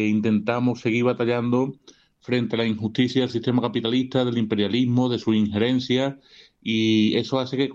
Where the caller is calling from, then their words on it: Andalusia, Spain